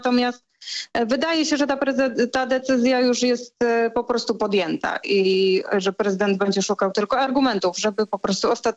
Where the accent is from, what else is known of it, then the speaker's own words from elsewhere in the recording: Kraków, Lesser Poland, Poland; jako rodowita krakowianka leży mi na sercu los tego miasta